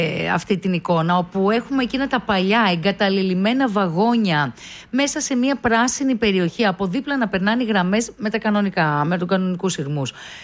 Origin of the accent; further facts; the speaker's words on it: Serres, Central Macedonia, Greece; moved away; παλιότερα ταξίδευα με το τρένο για το χωριό μου, για τις Σέρες.